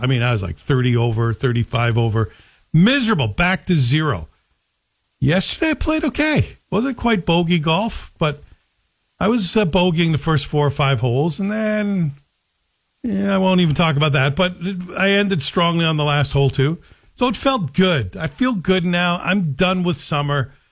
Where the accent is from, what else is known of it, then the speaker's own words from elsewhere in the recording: Canada; That's because I am Canadian.